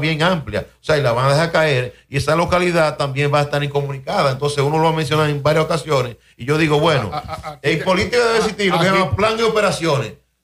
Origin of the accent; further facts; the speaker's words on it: Dominican Republic; Yo soy de los López